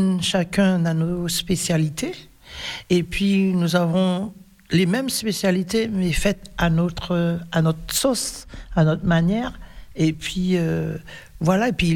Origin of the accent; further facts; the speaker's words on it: Saint-Pierre, Martinique; Je suis originaire de la Martinique, de la commune de Saint-Pierre